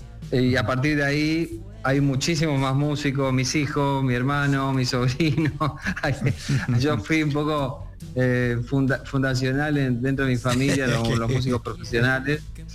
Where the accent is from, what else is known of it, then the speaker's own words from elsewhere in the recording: Argentina; born there; also born or lived in Rosario, Santa Fe / Concordia, Entre Ríos; yo también me crié en otra ciudad que se llama Concordia, nací en Rosario, me crié también por cuestiones familiares, entre Rosario y Concordia, que es una ciudad más pequeñita aún, pero sin haber viajado prácticamente y viviendo en una ciudad del interior de Argentina